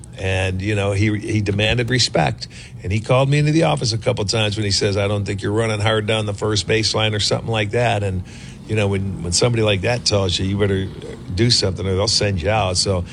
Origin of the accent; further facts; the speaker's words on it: New York, United States; but I'm from New York.